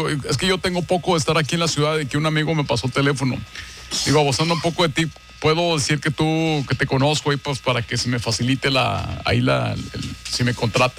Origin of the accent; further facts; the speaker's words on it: Torreón, Coahuila, Mexico; No, yo vengo de Torreón, compadre